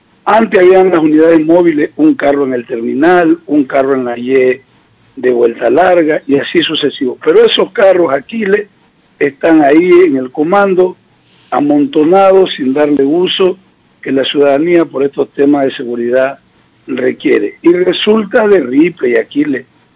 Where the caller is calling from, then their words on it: Esmeraldas, Ecuador; aquí en la Tolita